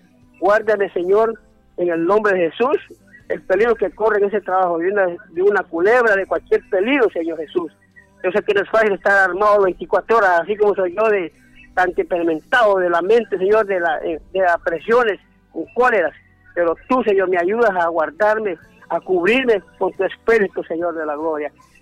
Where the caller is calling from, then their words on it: Honduras; De la Nueva Cortés, hermano.